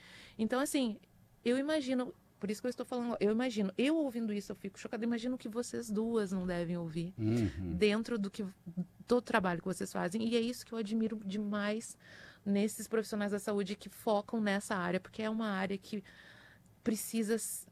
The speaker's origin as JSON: {"language": "Portuguese", "town": "Alvorada", "region": "Rio Grande do Sul", "country": "Brazil", "said": "Eu sou de Alvorada."}